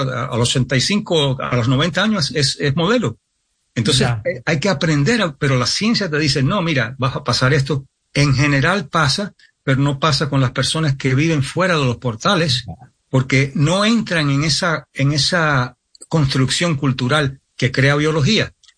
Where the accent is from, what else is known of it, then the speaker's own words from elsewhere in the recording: New York, United States; Cuando yo me crié en Nueva York y vivía en un barrio donde no había muchos hispanos, mi familia es de España, pero hispanos.